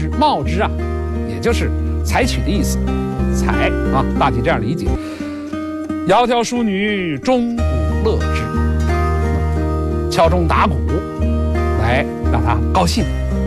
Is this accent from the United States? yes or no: no; China; 由此注意诸位，他也引申了我们中国人另外的说法